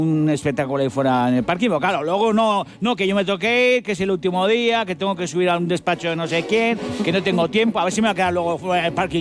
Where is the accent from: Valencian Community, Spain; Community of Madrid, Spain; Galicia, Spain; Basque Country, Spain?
Basque Country, Spain; lo hago por orgullo, porque soy vasco y a mí no me gana ni Bartolo.